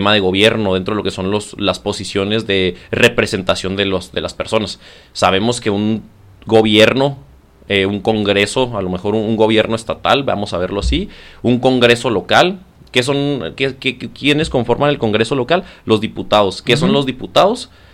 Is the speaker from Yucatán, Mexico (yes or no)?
no; Guerrero, Chihuahua, Mexico; Guerrero, que yo soy de Guerrero, originario de ¡Ale! Ahí.